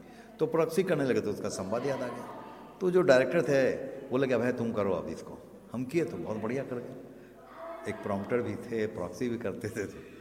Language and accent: Hindi; Patna, Bihar, India; और मैं पटना से आया हूँ।